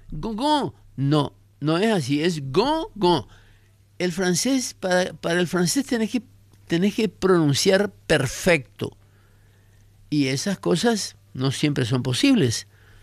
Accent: Paraguay

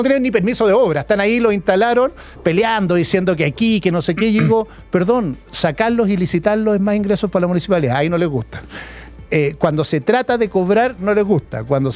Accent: Las Condes, Santiago Metropolitan Region, Chile; yo me crié en Las Condes, en la parte pobre de Las Condes. Color 9000, Santa Cita 92274, esa era mi casa. Estudié en un liceo público de Las Condes.

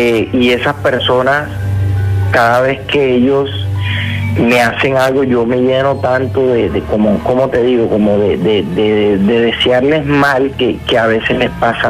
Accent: Magdalena, Colombia; born or raised there

